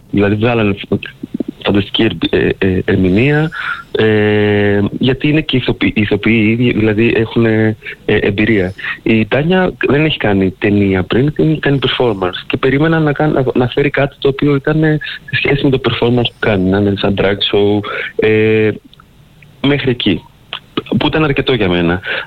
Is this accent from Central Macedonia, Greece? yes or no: yes; Thessaloniki, Central Macedonia, Greece; επειδή είμαι από τη Θεσσαλονίκη